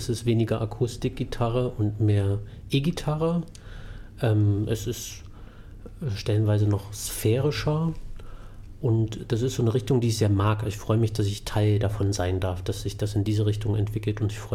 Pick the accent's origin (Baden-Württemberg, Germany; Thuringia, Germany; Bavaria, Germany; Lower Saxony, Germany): Thuringia, Germany; Ich komme ursprünglich aus dem Eichsfeld